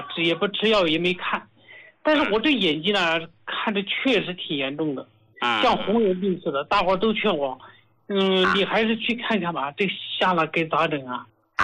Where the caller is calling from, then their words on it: Hubei, China; 我是湖北人，